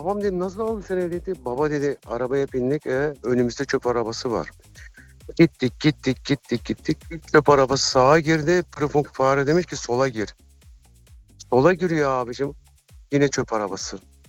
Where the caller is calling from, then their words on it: Thrace, Turkey; Abi ben Trakyalıyım be ya.